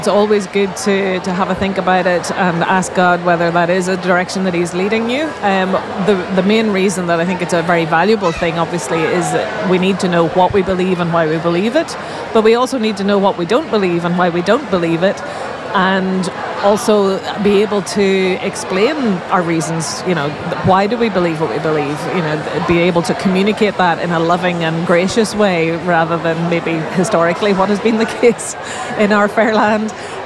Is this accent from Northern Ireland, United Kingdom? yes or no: yes; Northern Ireland, United Kingdom; I grew up in a Christian home, and going to church was just a regular thing.